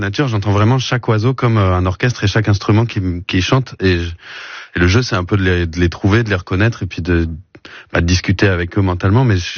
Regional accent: Lille, Hauts-de-France, France; moved away as an adult; now in Amiens, France; j'ai pas toujours été à Amiens. Moi, je viens de Lille à la base, et donc je suis quand même du Nord. Je suis à Amiens depuis 13 ans.

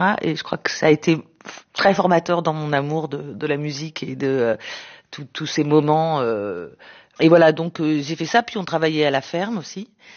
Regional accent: Sarcelles, Île-de-France, France; born there; c'était Sarcelles. J'étais choquée, scandalisée qu'on puisse parler de mon village natal ainsi.

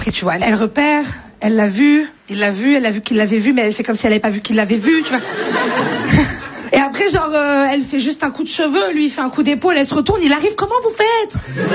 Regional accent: Nice, Provence-Alpes-Côte d'Azur, France; Je suis née à Nice. J'ai grandi à Nice jusqu'à mes 18 ans quasiment.

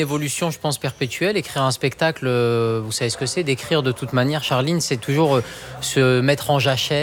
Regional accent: Occitanie, France; born there; je suis né dans le Gard.

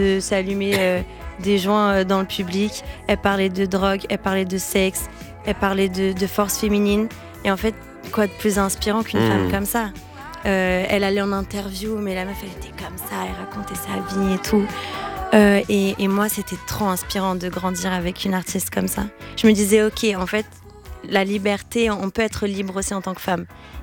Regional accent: Brazil; now in France; moi, en tant que Brésilienne en France

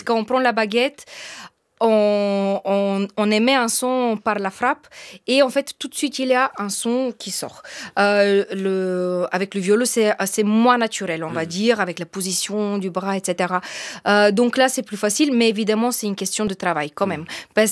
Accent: Bulgaria; French is a second language; now in France; En fait, j'ai grandi en Bulgarie, dans une famille de musiciens.

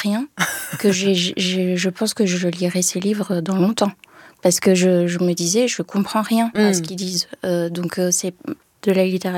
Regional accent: France; ma mère nous lisait beaucoup de livres, elle voulait absolument qu'on parle anglais, donc vu qu'on était en France, de garder ce rapport à la langue maternelle.

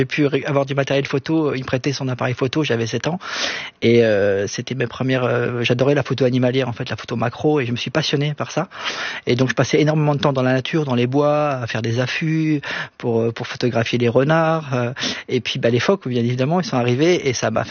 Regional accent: Saint-Valery-sur-Somme, Hauts-de-France, France; also born or lived in Abbeville / Sangatte; Alors, entre la baie de Somme, Saint-Valery-sur-Somme, Abbeville

